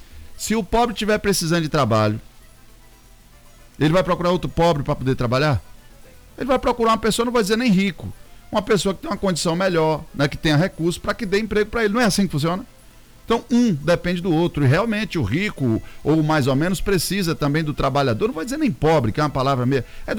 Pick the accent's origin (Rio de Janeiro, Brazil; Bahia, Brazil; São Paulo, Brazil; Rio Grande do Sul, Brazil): Bahia, Brazil; eu sou baiano e nordestino